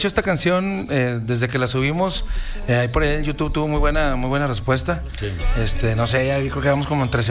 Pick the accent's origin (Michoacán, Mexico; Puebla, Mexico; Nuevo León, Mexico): Nuevo León, Mexico; San Pedro Garza García; Ahí venimos desde San Pedro Garza García, ahí en Lomas de Tampiquito